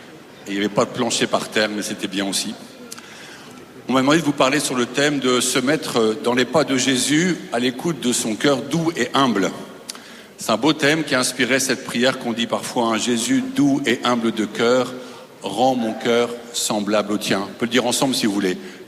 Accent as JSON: {"language": "French", "town": "Paris", "region": "Île-de-France", "country": "France", "said": "je suis à Parisien"}